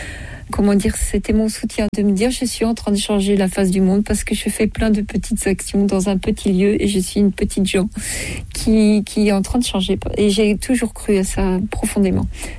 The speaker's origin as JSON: {"language": "French", "town": "Paris", "region": "Île-de-France", "country": "France", "tie": "born there", "moved": "yes", "said": "Moi, je suis née à Paris."}